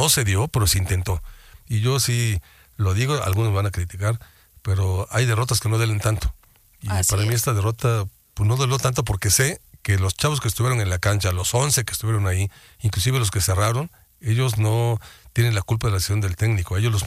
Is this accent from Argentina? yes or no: no; Mexico; como mexicanas y mexicanos que somos